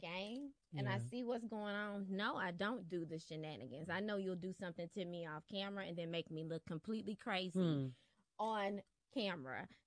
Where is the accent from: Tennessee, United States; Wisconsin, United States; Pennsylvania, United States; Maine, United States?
Tennessee, United States; Memphis